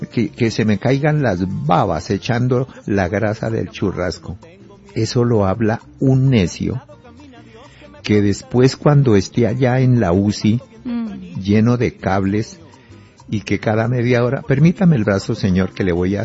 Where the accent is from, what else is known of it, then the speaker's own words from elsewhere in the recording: Boyacá, Colombia; Y en mi tierra Boyacá está que el plato casi se salga.